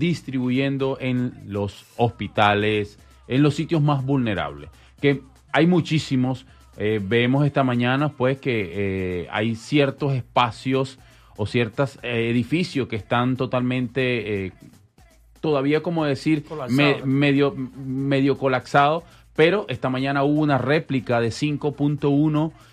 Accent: Venezuela; now in Las Vegas, United States; muy agradecido de todo corazón como venezolanos.

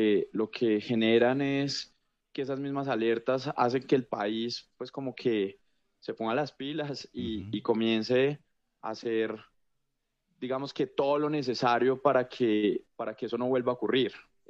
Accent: Colombia; para nosotros como colombianos

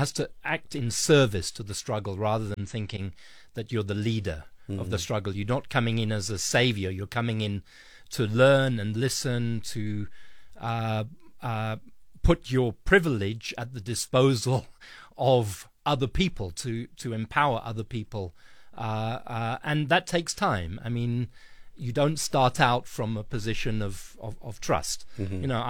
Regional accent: Nigeria; also born or lived in Ghana / Botswana; I was born in Lagos in Nigeria and grew up in different parts of Nigeria, different parts of Ghana, and then Botswana.

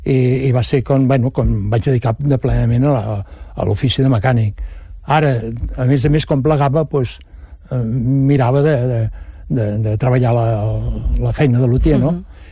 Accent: Mas Rampinyo, Catalonia, Spain; perquè soc de Mar Rampinyo, si ho entès, Montcada Reixac, entre Montcada Reixac i la Llagosta hi ha Mar Rampinyo.

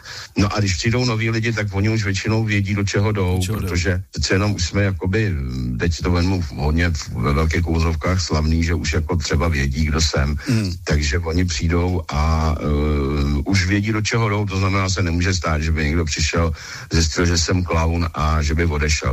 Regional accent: Rokycany, Plzeň Region, Czechia; teď jsme zrovna hráli v Rokycanech, odkud pocházím

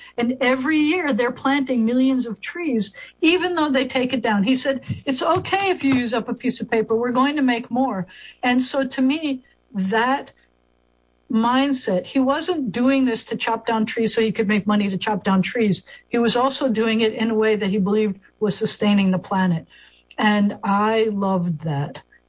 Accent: New York, United States; now in Shreveport, United States; when I grew up in New York State

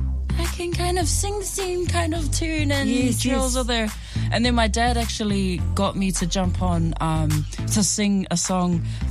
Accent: Auckland, New Zealand; And so growing up in Mangere in South Auckland, it looked like weekend mornings with … being played on the stereo.

